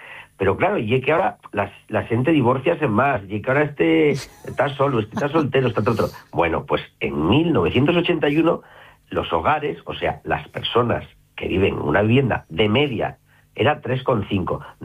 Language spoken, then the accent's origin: Spanish; Somiedo, Asturias, Spain; born there; mi pueblo Somiedo